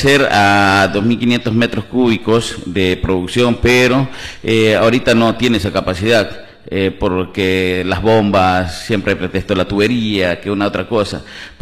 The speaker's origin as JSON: {"language": "Spanish", "town": "Tosagua", "region": "Manabí", "country": "Ecuador", "tie": "born or raised there", "said": "nací en Socosoco, de bachillero, mi lindo Tosagua. He estado en muchas funciones, pero jamás he abandonado mi pueblo, vivo en mi pueblo."}